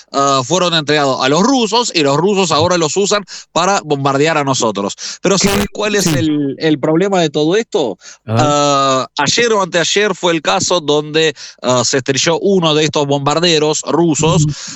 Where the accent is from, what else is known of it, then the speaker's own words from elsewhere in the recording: Kharkiv, Kharkiv Oblast, Ukraine; moved away; en mi ciudad natal, en Kharkiv, en Ucrania.